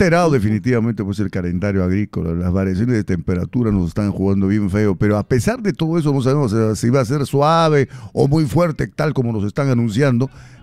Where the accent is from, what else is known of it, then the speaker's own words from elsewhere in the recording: Arequipa, Peru; de mis aires, mi tierra. Carabelí.